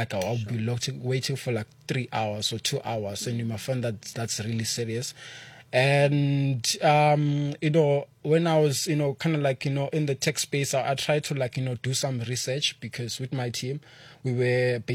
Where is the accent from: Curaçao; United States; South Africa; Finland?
South Africa; Mpumalanga; I grew up in Mpumalanga